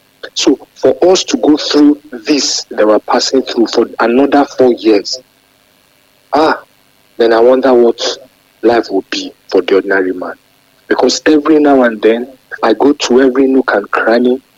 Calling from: Nigeria; I'm calling from Fellaini.

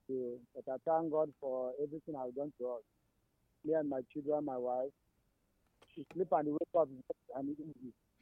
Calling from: Ezeambo, Nigeria; I'm calling from Ezeambo.

